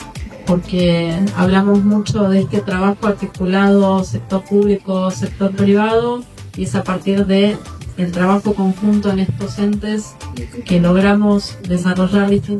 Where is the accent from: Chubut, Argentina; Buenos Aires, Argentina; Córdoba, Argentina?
Buenos Aires, Argentina; aunque somos porteños y la cercanía nos lo permite, que lo hagamos muchas veces en el año